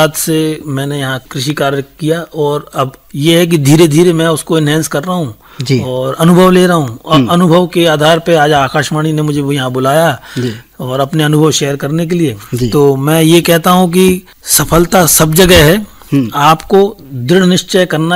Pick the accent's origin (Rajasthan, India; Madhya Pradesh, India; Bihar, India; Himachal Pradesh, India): Madhya Pradesh, India; Sagar; born there; also born or lived in Satna / Dehradun / Delhi; मैं सागर का ही निवासी हूँ